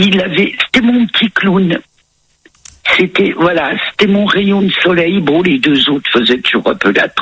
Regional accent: Grand Est, France; moved away as an adult; also born or lived in Nancy, Meurthe-et-Moselle; now in Vosges, France; ça va faire 2 ans que j'ai déménagé et je suis revenue dans ma région natale

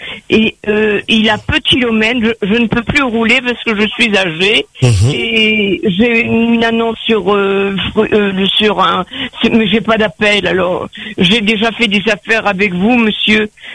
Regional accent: Hauts-de-France, France; now in Réunion, France; J'ai tellement l'habitude de dire tu, moi je suis, j'étais du Nord.

